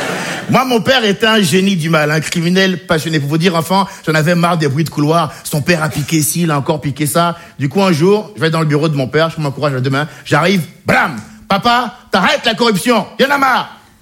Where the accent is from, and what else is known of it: Benin; born or raised there